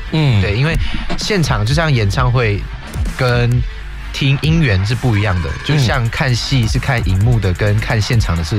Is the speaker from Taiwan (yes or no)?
no; Malaysia; 虽然我是马来西亚人